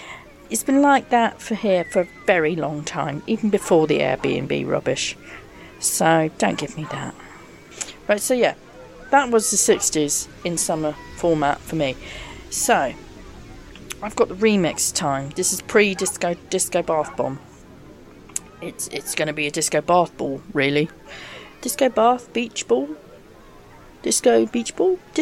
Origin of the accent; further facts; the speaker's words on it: South West England, United Kingdom; My road show is all around Cornwall. I'm Cornish.